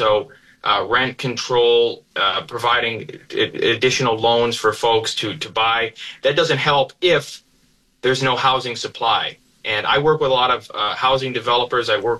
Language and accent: English; Lyons, New York, United States; where I grew up in Lyons